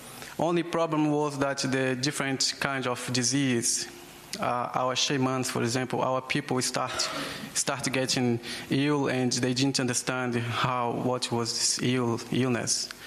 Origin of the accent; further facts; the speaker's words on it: Acre, Brazil; English is a second language; people think that I come from Peru, Bolivia, Mexico. But yes, I come from the Yawanawa tribe in the Amazon rainforest. I would like to say just some few words in my language